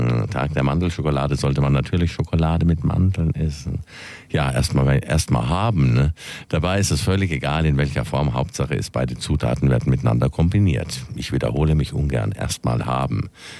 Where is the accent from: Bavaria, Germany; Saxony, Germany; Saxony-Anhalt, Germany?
Bavaria, Germany; Würzburg; Das wissen wir doch aber als Würzburger, oder?